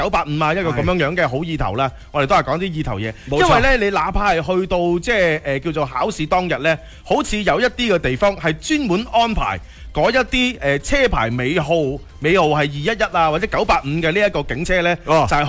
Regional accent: Guangdong, China; 我哋廣東人，我哋南方人

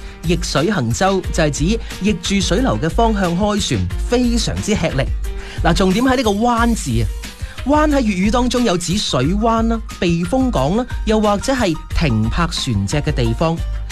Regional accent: Guangdong, China; 我哋广东人好务实、好拼搏嘅精神啊！

